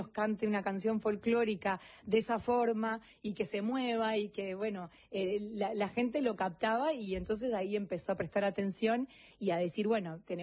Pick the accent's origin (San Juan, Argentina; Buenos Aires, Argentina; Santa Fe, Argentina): Santa Fe, Argentina; soy de Santa Fe, del litoral.